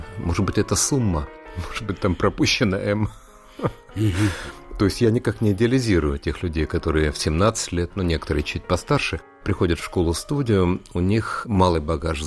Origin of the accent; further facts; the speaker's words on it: Kamchatka Krai, Russia; born there; Отец военный врач, поэтому мы кочевали по всему Союзу. Я родился на Камчатке, мой брат в Баку.